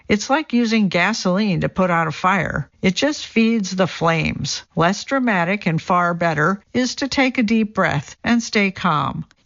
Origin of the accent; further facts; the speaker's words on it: Midwest, United States; For an aspiring writer growing up in the Midwest who loved fashion, The Devil Wears Prada felt like a fantasy on par with The Lord of the Rings.